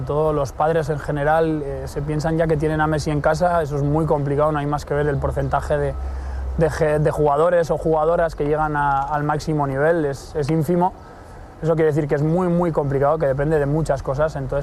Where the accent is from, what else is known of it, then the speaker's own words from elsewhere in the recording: Navarre, Spain; Estaba tan contento y tan feliz de jugar en el equipo de mi tierra